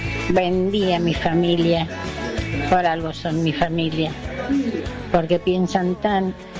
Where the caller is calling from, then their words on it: Moreno, Buenos Aires Province, Argentina; Una señora de 75 años, que soy de Moreno.